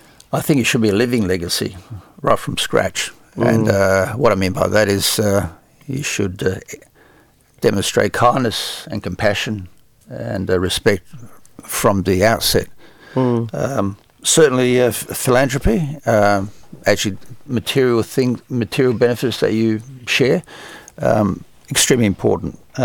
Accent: Adelaide, South Australia, Australia; Yes, well, I grew up in Torrensville. And in Clifford Street.

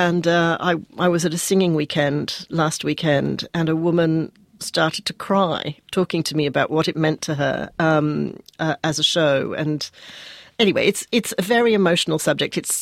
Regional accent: England, United Kingdom; forgive me for being English and they will have me back.

